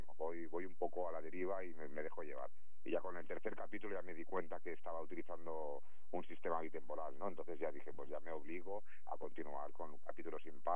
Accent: Barcelona, Catalonia, Spain; born there; now in Sabadell, Spain; Soy nacido de Barcelona

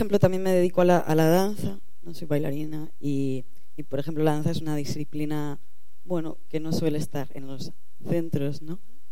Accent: Galicia, Spain; nosotras somos de Galicia, que sí que está ahí como en el fin de la tierra

